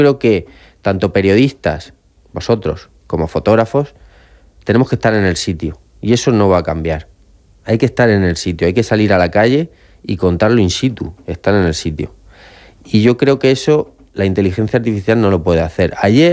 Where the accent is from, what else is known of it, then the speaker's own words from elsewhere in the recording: Cehegín, Region of Murcia, Spain; de mi pueblo, de mis vecinos